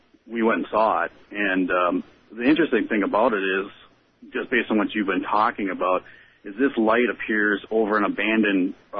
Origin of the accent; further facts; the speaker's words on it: Michigan, United States; now in Madison, United States; when I was growing up in Upper Michigan.